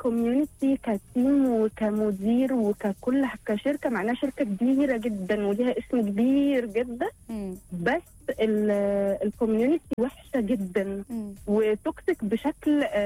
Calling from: Egypt; احنا كمصريين

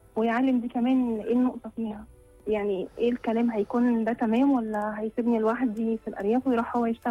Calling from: Cairo, Cairo Governorate, Egypt; انا من القاهره.

